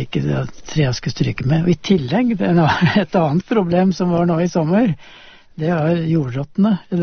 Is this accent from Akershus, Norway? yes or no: no; Østmodum, Buskerud, Norway; Så hvis jeg ser på gården hjemme på Østmodum, så det jo, der det jo, en stor del av hagen jo nyplanta